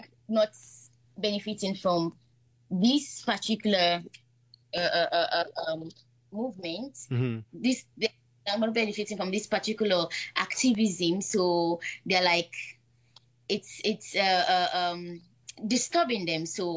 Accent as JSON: {"language": "English", "area": "Kono District", "region": "Eastern Province", "country": "Sierra Leone", "said": "my district, Kono district"}